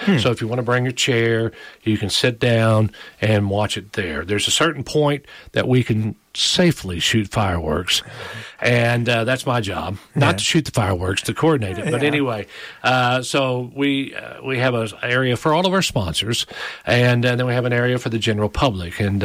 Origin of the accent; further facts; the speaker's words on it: Paragould, Arkansas, United States; Now, I wasn't born in Paragould, but I've been there all but 3 years of my life. So I'm from Paragould.